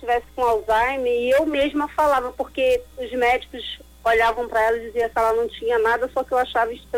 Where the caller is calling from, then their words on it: Duque de Caxias, Rio de Janeiro, Brazil; Eu falo de Duque de Caxias, Rio de Janeiro.